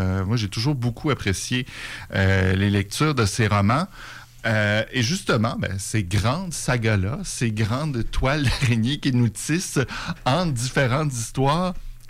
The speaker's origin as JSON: {"language": "French", "town": "Causapscal", "region": "Quebec", "country": "Canada", "said": "pour venir de cause abscale, si on on dit ben, qu'on vient du Bas-Saint-Laurent, c'est quand même un assez large spectre"}